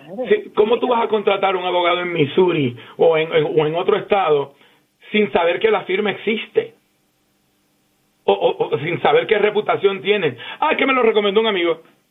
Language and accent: Spanish; Puerto Rico; now in Houston, United States; Yo soy puertorriqueño.